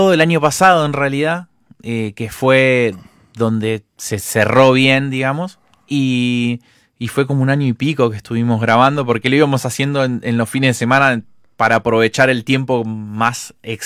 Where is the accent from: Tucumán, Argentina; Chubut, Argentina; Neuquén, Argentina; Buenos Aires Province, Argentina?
Buenos Aires Province, Argentina; Castelar; also born or lived in Haedo; el oeste, pero a los 4 años ya estaba viviendo en Castelar. Así que fui ahí al colegio, secundaria, todo.